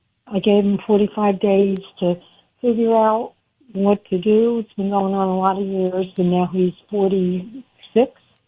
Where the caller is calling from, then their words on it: New Jersey, United States; I'm calling from New Jersey.